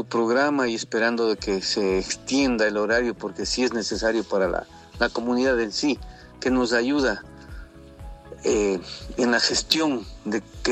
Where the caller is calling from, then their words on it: Quito, Pichincha, Ecuador; soy del morador de Carapungo, del sector de Hernando Parra.